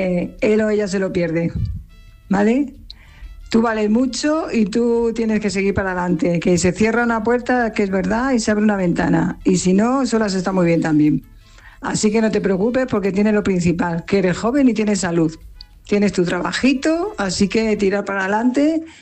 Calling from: Fuenlabrada, Community of Madrid, Spain; de Fuenlabrada.

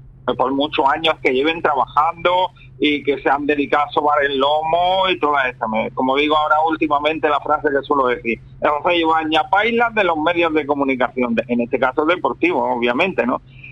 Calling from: Spain; como español

